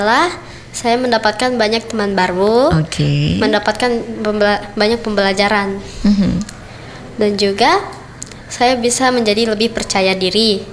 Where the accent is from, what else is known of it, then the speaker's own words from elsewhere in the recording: Tolitoli, Central Sulawesi, Indonesia; Saya berasal dari Kabupaten Tal-Tali.